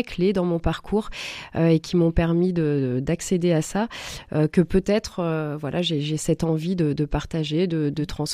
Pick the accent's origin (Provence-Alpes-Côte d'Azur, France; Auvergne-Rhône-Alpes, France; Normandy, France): Auvergne-Rhône-Alpes, France; Je suis originaire de l'Ain, même si je travaille à Lyon